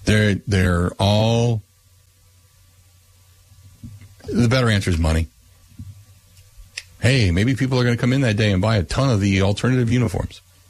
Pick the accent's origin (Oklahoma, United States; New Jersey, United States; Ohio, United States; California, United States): Ohio, United States; Cincinnati; moved away; even when I grew up in Cincinnati